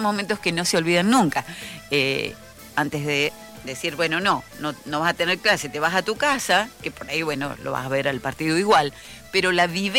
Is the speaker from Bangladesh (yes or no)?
no; Argentina; así somos los argentinos.